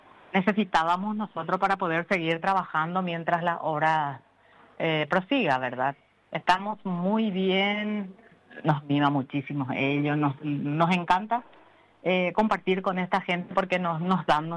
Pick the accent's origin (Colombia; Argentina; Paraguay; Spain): Paraguay